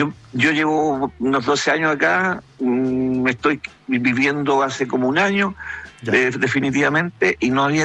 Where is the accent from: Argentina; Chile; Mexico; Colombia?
Chile; Panguipulli, Los Ríos; born there; also born or lived in Santiago; now in Laguna Verde, Chile; cuando era niño, porque yo nací en Panguipulli, un cariño a Panguipulli, en el sector de Ancacumoe, que es un sector bien rural